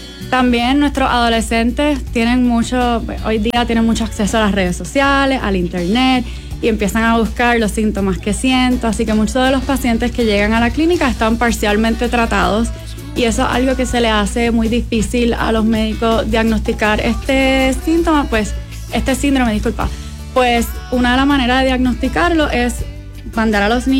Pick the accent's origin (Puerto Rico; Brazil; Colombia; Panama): Puerto Rico; San Juan; first language Spanish; moved away as an adult; now in El Paso, United States; Pues soy de San Juan, Puerto Rico. Llevo en El Paso 10 meses, casi un año.